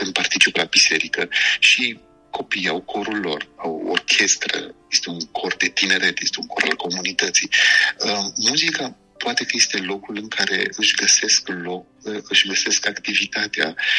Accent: Romania; now in Vienna, Austria; noi suntem români în Viena sau în Austria

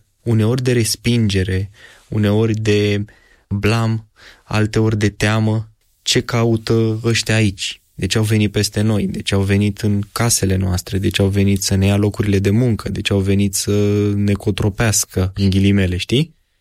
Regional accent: Romania

